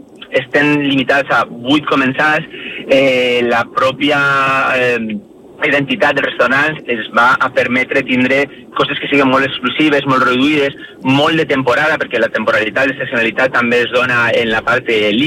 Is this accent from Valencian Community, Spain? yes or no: yes; Valencia, Valencian Community, Spain; jo soc de València, que està aquí